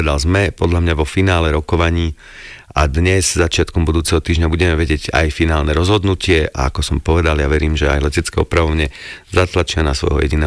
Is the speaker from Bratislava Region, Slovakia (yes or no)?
no; Trenčín, Trenčín Region, Slovakia; Ja som z Trenčína